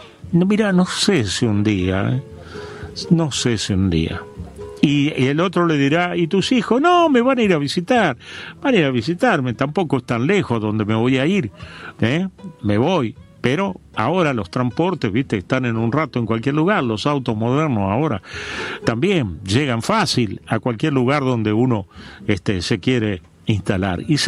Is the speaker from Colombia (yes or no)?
no; Argentina; born there; now in Buenos Aires, Argentina; los que vivimos acá, en la gran ciudad, pero que hemos nacido en el interior de nuestro país.